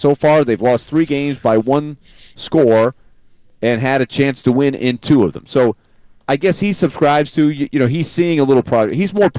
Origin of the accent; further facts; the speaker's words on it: Boston, Massachusetts, United States; born there; I was born in Boston back in the day.